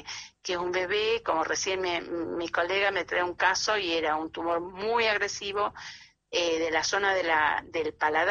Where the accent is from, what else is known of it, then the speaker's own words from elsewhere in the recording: Trenque Lauquen, Buenos Aires Province, Argentina; yo soy de Trenquelauquen